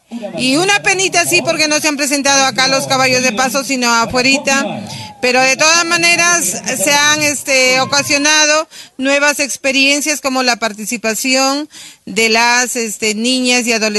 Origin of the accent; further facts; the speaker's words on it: Chuquisongo, La Libertad, Peru; nuestro pueblo de Chuquisongo